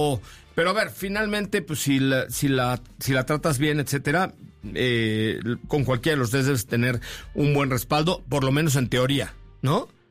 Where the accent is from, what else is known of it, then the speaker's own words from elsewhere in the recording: Mexico City, Mexico; born there; Yo nací en la colonia Roma.